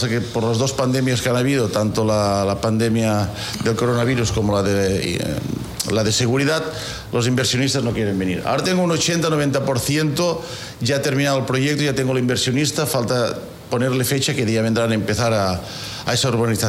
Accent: Spain; moved away as an adult; now in Quevedo, Ecuador; me atacan con que soy español

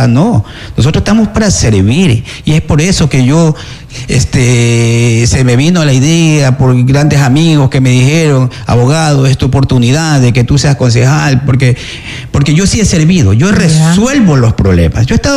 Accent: Salinas, Santa Elena, Ecuador; soy un hijo nativo de Salinas

